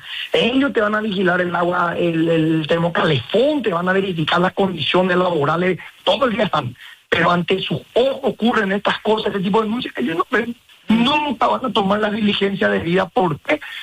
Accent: Ciudad del Este, Alto Paraná, Paraguay; Escúchame, yo soy de Ciudad del Este, yo sé cómo funciona.

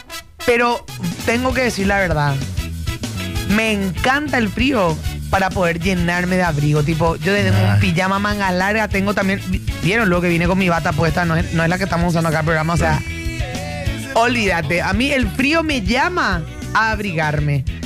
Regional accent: Paraguay; Esos somos nosotros, bien paraguayo.

